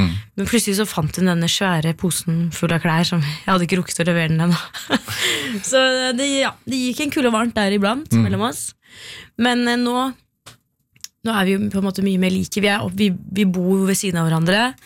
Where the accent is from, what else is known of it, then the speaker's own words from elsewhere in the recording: Jessheim, Akershus, Norway; moved away; nå bor det jo mange flere på Jessheim enn det gjorde da jeg vokste opp på Jessheim